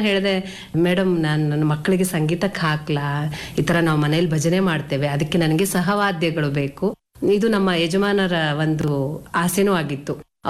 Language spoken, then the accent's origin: Kannada; Udupi, Karnataka, India; moved away as an adult; now in Bengaluru, India; ಮೂಲತಃ ಉಡುಪಿಯವರು ನಾವು.